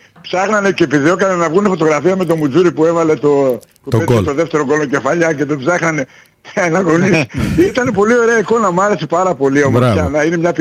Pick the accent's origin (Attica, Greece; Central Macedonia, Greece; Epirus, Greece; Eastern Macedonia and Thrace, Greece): Central Macedonia, Greece; Ampelokipoi; το πιστοποιητικό γέννησης λέει αμπελόκηπη, είναι η πόλη μου.